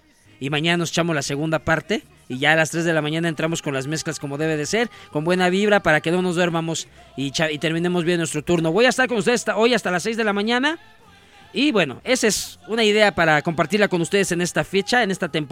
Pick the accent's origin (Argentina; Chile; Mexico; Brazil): Mexico; los mexicanos somos únicos en el mundo.